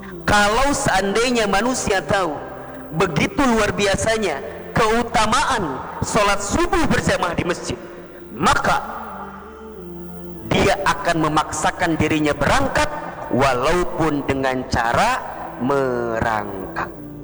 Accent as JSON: {"language": "Indonesian", "town": "Garut", "region": "West Java", "country": "Indonesia"}